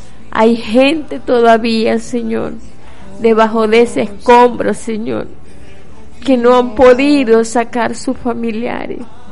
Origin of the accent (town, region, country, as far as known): Venezuela